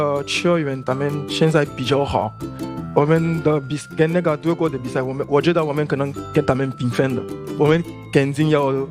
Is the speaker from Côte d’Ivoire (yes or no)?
yes; Côte d’Ivoire; Chinese is a second language; now in China; 我来自科特迪瓦，科特迪瓦在西非。